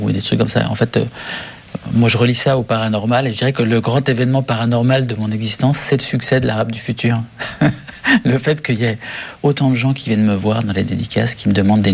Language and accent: French; Syria; comme on posait cette question énormément quand j'étais enfant, notamment en Syrie, où les gens dans le village se demandaient